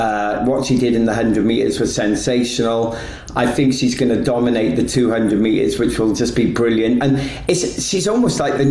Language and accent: English; United Kingdom; I'm British.